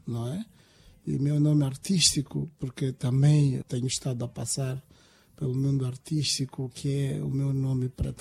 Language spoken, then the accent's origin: Portuguese; Mozambique; não só como moçambicano